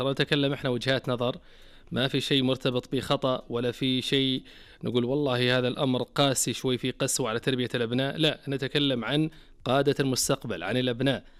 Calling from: Jeddah, Makkah Province, Saudi Arabia

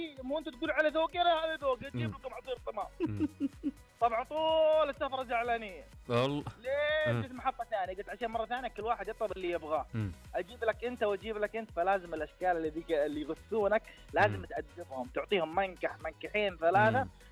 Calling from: Riyadh, Riyadh Province, Saudi Arabia; أكلكم من الرياض.

